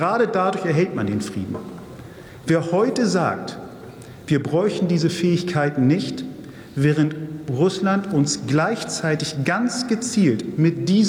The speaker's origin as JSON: {"language": "German", "region": "Hamburg", "country": "Germany", "said": "Als Hamburger, gestatten Sie das mal, weil ich den gleichen Wahlkreis vertrete wie Helmut Schmidt damals. Als Hamburger muss ich mich hier in diesem Zusammenhang natürlich auf den Kanzler und den NATO-Doppelbeschluss beziehen."}